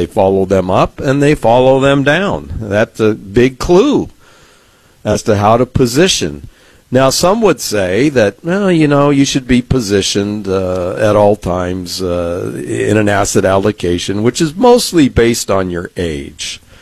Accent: San Diego, California, United States; growing up on the West Coast in San Diego for most of my life.

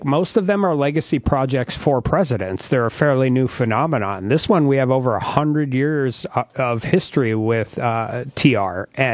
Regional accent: Dickinson, North Dakota, United States; But I give my hometown credit. It took a little while, but everybody got back on board again, and it's still going to be great for Dickinson.

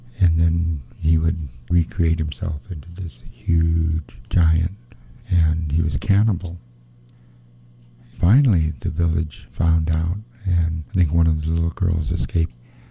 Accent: Craig, Alaska, United States; also born or lived in Hydaburg; Haida Indian from Southeastern. I'm Eagle Moiety and Frog Clan. I was born in Craig on Prince of Wales Island. My mother is from Heidelberg, so we grew up in both of those two communities.

